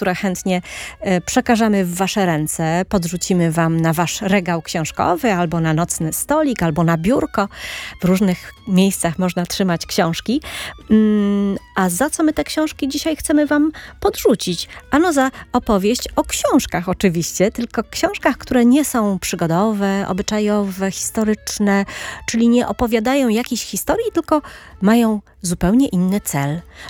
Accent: Poznań, Greater Poland Voivodeship, Poland; Nie, to za dużo. Ja jestem z Poznania.

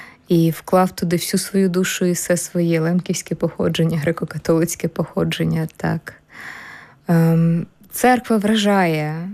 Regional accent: Kyiv, Ukraine; я ж з Києва сама, знаєш, я пам'ятаю ще школяркою, як відновлювали Успенський собор.

